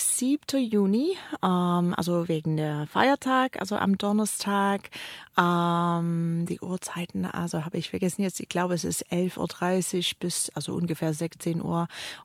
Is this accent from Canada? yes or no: yes; Canada; German is a second language; moved away as an adult; now in Tübingen, Germany; Also ich komme aus Kanada, ich bin hier jetzt in Tübingen seit 10 Jahren.